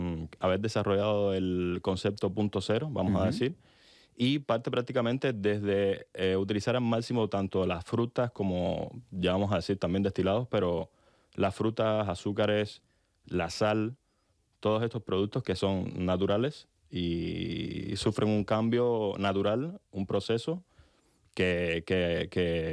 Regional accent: Cuba; accent: Cuban; moved away; Sí, soy cubano.

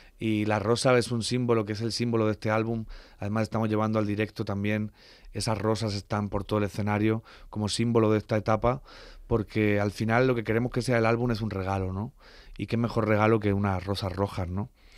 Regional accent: southern Spain, Spain; los que somos del sur de España

